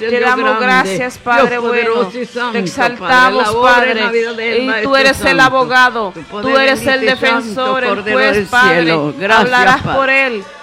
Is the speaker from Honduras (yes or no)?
yes; Huachipilín, Francisco Morazán, Honduras; de Huachipilín, Vallecillo, Francisco Morazán.